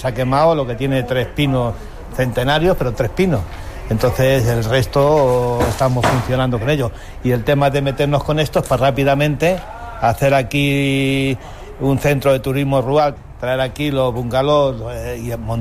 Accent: Casillas, Castile and León, Spain; yo soy de Casillas, un pueblo que además han parado el fuego.

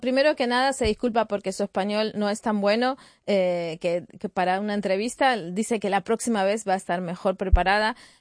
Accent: French Polynesia; Yo soy de Tahití, de la Polinesia, así que también traigo unos motivos japoneses de sashiko y diferentes formas de comprender las diferentes culturas sin apropiarse de la cultura.

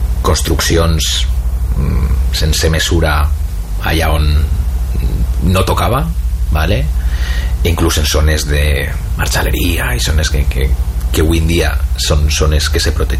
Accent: Moncofa, Valencian Community, Spain; Bueno, jo sóc abissinio. Vale, bueno, que per la gent que no sàpiga, abissinio som els que, que som del Grau.

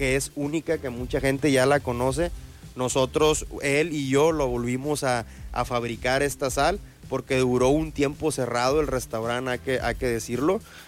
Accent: Puerto Vallarta, Jalisco, Mexico; Mi familia, pues somos fundadores de Vallarta

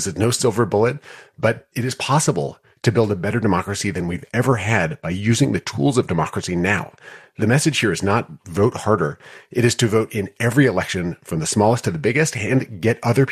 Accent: Wisconsin, United States; including the progressive movement in my home state of Wisconsin

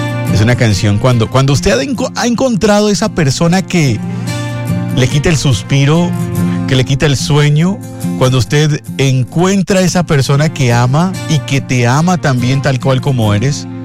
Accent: Barranquilla, Atlántico, Colombia; now in Bogotá, Colombia; Ambos somos de Barranquilla. Cuando vivíamos en Barranquilla, estando más cerca, nos veíamos muy poco. Y ahora que estamos aquí en Bogotá

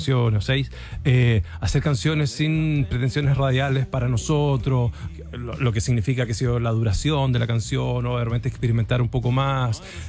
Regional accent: Concepción, Biobío, Chile; nosotros que somos de Concepción

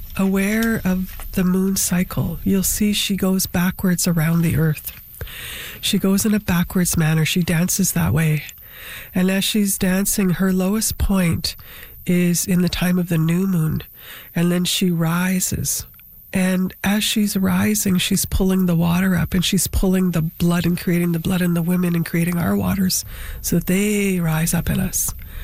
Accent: Swan Lake First Nation, Manitoba, Canada; I'm from Swan Lake First Nation, Gapshkikamak, with relations in Long Plain, too.

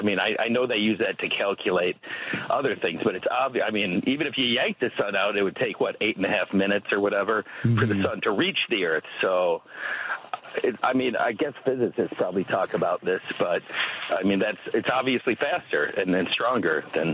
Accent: Chicago, Illinois, United States; now in San Diego, United States; I grew up in the Chicago area. I live in San Diego.

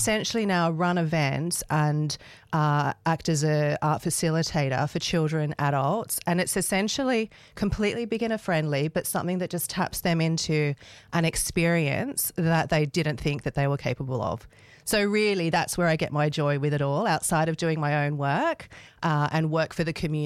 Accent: Sydney, New South Wales, Australia; moved away as an adult; now in Northern Rivers, Australia; But yeah, I am a local now. I'm originally from Sydney, but I have moved to the Northern Rivers about the end of last year.

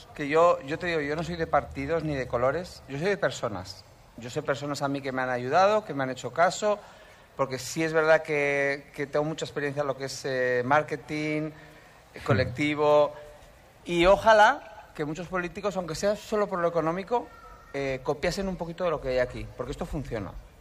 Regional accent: Pamplona, Navarre, Spain; now in Maspalomas, Spain; Yo soy de Pamplona.

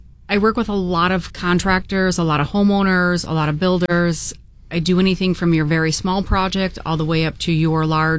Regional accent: Michigan, United States; moved away as an adult; now in New England, United States; So I have been in New England for just about 20 years now. I'm a transplant from the Midwest. I grew up in Michigan. About 20 years ago, I had an opportunity to come to New England with my children

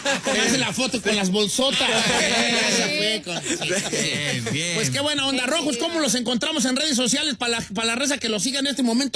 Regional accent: El Salvador; El novio de Giselle, como que él sabe que yo soy de Salva, ¿no?

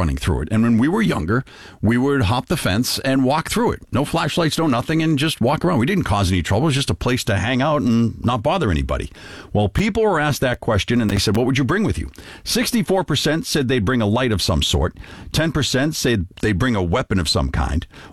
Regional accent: Boston, Massachusetts, United States; where I grew up in Boston

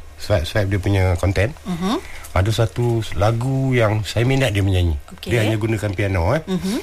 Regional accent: Dengkil, Selangor, Malaysia; Saya daripada Dengkil lah. Ya? Memang asal daripada Dengkil, daripada saya dilahirkan pada tahun 70.

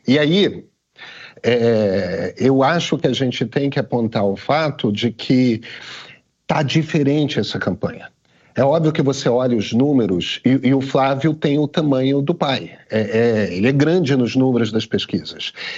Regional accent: Rio de Janeiro, Brazil; E você conhece Copacabana. Eu fui criado em Copacabana.

